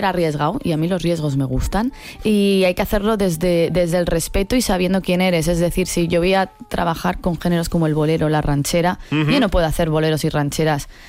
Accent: Spain; yo soy española, somos brutos hablando.

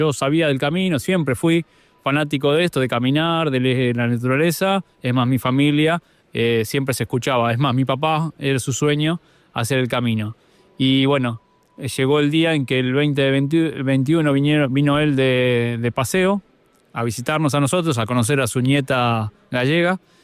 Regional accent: Mar del Plata, Buenos Aires Province, Argentina; born there

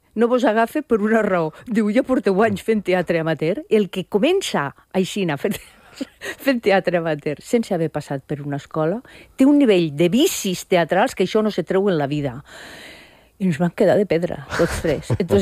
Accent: Burjassot, Valencian Community, Spain

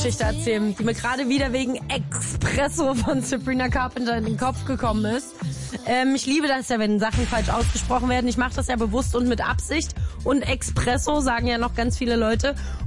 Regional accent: Saxony, Germany; Und ich komme selber aus Sachsen.

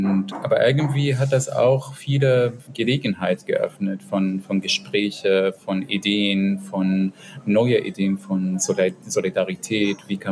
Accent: Israel; wenn ich auf Arabisch lese und manchmal merke ich, wie die Leute reagieren, als ich mich als Palästinenser identifiziere oder als Palästinenser aus Israel.

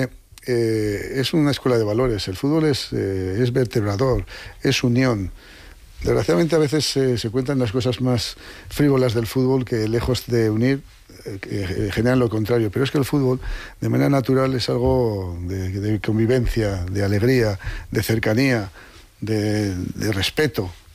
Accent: Haro, La Rioja, Spain; soy riojano, de Haro

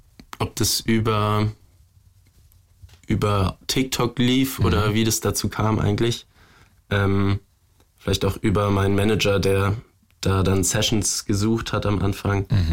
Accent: Bavaria, Germany; born there

